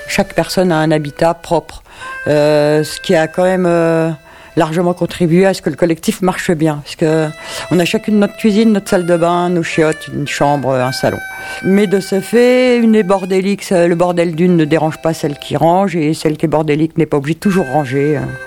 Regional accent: Paris, Île-de-France, France; moved away as an adult; now in Tarn, France; Moi, je suis née à Paris, j'ai grandi à Paris, et dans les années 85, je suis arrivée dans le Tarn

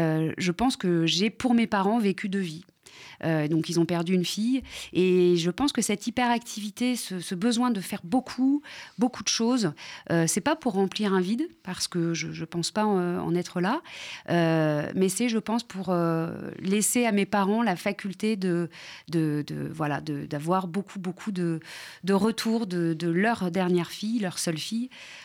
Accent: Nevers, Bourgogne-Franche-Comté, France; moved away as an adult; also born or lived in Clermont-Ferrand / Dijon; je suis originaire de la Nièvre. Mon enfance, elle a été crantée par des territoires ruraux, dans un département rural, avec des figures politiques très importantes dans ce département, François Mitterrand, Pierre Bérégovoy. J'ai fait ma scolarité à Nevers.

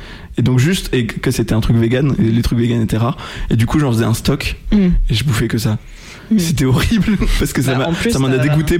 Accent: Normandy, France; moved away; also born or lived in Amiens; je viens de Normandie

